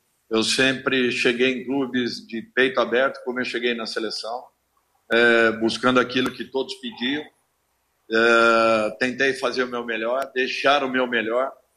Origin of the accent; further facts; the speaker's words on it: Brazil; Eu sou brasileiro